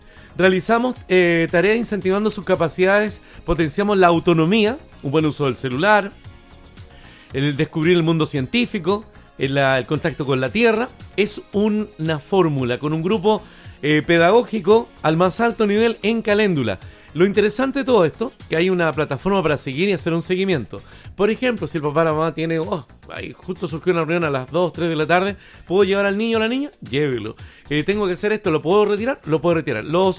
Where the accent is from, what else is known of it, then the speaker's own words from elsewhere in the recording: Chile; andamos agrandados los chilenos